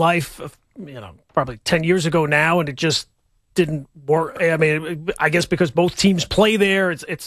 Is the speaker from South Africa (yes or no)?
no; Scotland, United Kingdom; now in United States; I, myself, as a Scottish person